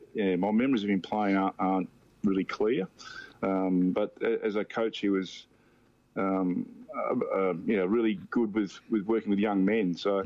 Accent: Manjimup, Western Australia, Australia; also born or lived in Perth; the old man sort of went down teaching at Manjum up in 66.

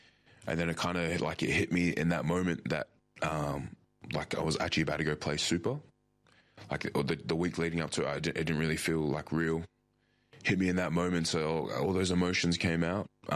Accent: Australia; Like being an Aussie boy

